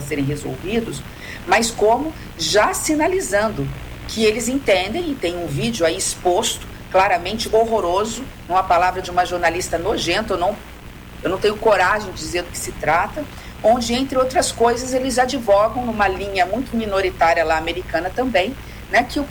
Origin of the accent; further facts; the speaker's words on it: Brazil; eu sei dialogar, porque eu sou do interior do Brasil, então eu conheço a mulher conservadora